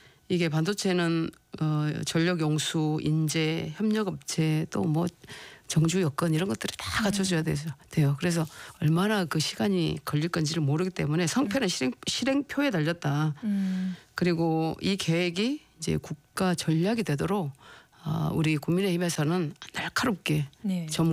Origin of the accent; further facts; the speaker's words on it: Honam, South Korea; 제가 무슨 호남 출신이라서 뭐 찬성하고 뭐 이런 게 아니라